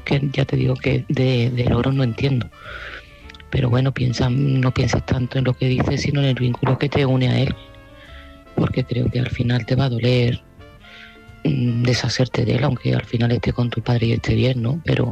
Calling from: Seville, Andalusia, Spain; de Sevilla

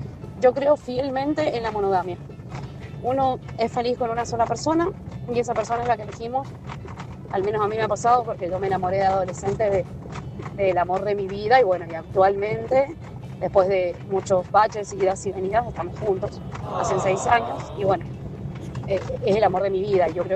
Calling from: Rivadavia, Argentina; de Rivadavia

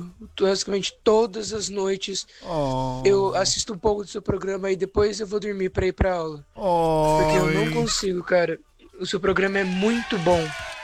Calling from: Três Lagoas, Mato Grosso do Sul, Brazil; Sou do Mato Grosso do Sul, Três Lagoas, terceira maior cidade do Mato Grosso do Sul e melhor.

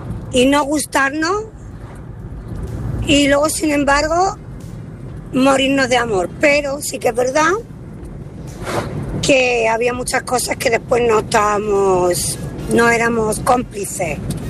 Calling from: Menorca, Balearic Islands, Spain; de Limpieza Servil en Menorca.

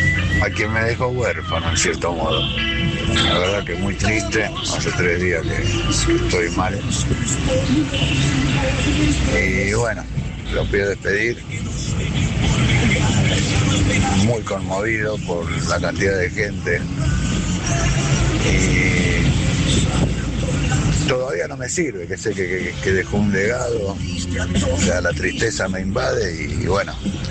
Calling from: Merlo, Buenos Aires Province, Argentina; de Merlo.

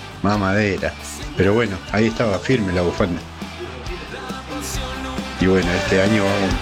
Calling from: Florencio Varela, Buenos Aires Province, Argentina; de Florencio Varela.

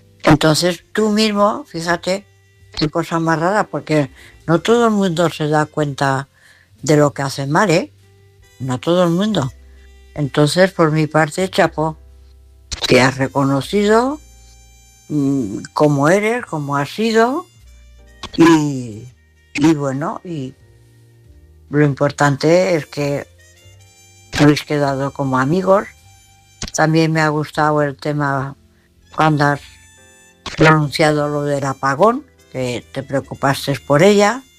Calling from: Valencia, Valencian Community, Spain; corresponsal de Valencia, que no me acordaba de decirlo.

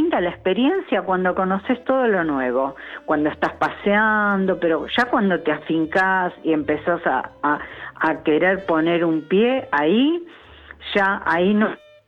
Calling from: Argentina; donde yo nací, los únicos argentinos eran mis padres. Todos los demás eran europeos.

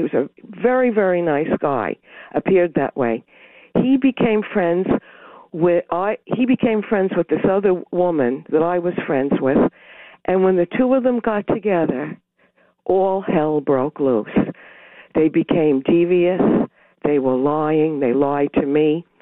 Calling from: Fairfield County, Connecticut, United States; I'm calling from Fairfield County.

